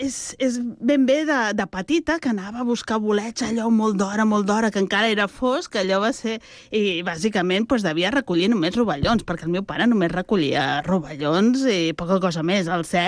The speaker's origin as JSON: {"language": "Catalan", "town": "Montcada i Reixac", "region": "Catalonia", "country": "Spain", "tie": "born or raised there", "said": "jo de petita vivia a Montcada"}